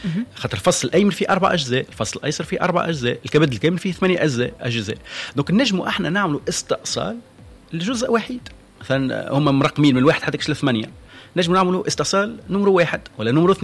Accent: Tunisia; also born or lived in France; اللي قريت في الفاكولتي نتاعنا لهنا المونستير ومن بعد عملت زاولت الاختصاص نتاعي في تونس أربع سنين

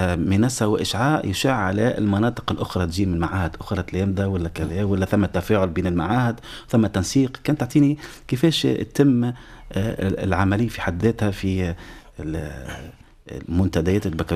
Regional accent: Tunisia

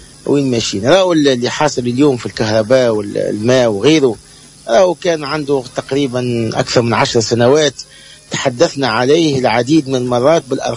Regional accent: Tunisia; احنا اليوم عندنا في تونس

